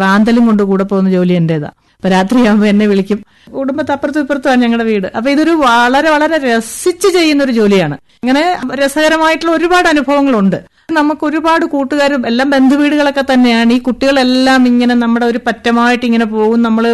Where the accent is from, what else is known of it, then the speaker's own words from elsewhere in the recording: Pallana, Kerala, India; ഞാൻ ജനിച്ചു വളർന്ന സ്ഥലം എന്ന് പറയുന്നത് ആലപ്പുഴ ജില്ലയില് കാർത്തിപ്പള്ളി താലൂക്ക് തൃക്കുന്നപ്പുഴ പഞ്ചായത്തില് പല്ലന പാനൂര്.